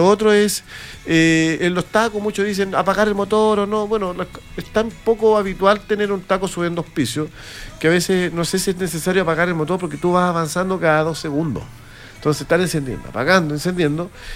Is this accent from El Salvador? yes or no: no; Chile; Somos chilenos